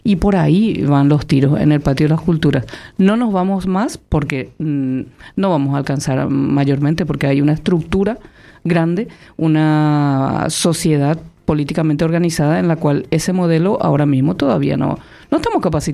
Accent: Paraguay; moved away; Entonces venís aquí y te das cuenta que había sido sos paraguaya.

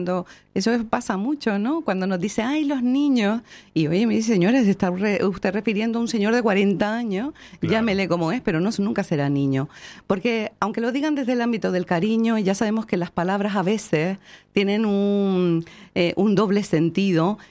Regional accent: Spain; como españoles que somos, pues españoles y españolas que somos

